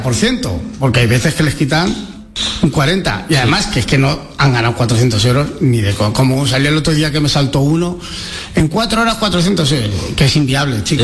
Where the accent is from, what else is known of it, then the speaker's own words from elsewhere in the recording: Madrid, Community of Madrid, Spain; Porque yo soy madrileño, he conducido desde los 18 años por Madrid.